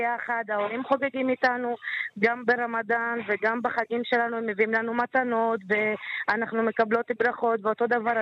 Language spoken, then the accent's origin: Hebrew; Tel Aviv-Yafo, Tel Aviv District, Israel; נכון, אני מיפו.